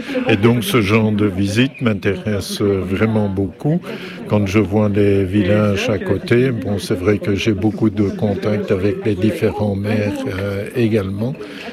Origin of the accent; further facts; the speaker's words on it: Belgium; now in Ménil-la-Tour, France; je viens de Belgique. Donc, ça fait 17-18 ans que je suis ici à Ménil-la-Tour.